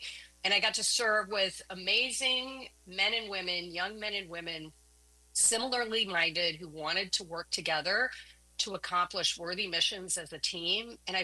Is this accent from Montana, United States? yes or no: yes; Montana, United States; But so I'm originally from Montana, grew up in the great state of Montana, and joined Army ROTC to pay my college tuition.